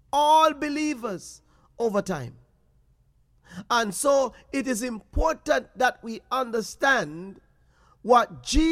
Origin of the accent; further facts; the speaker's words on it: Jamaica; And sometimes, look, as a Jamaican, yes, there are days then we as parents, when our parents was growing up, and we as children, we would listen to the elders in our community.